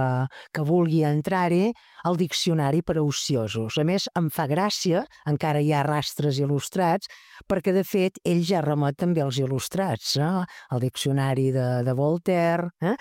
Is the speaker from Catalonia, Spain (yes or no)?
no; Balearic Islands, Spain; És una novel·la que té uns lectors privilegiats que som la gent de Menorca.